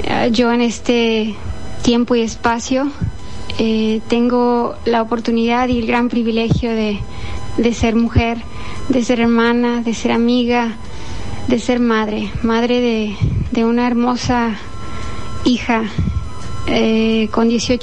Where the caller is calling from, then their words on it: Canada; vivo en Canadá.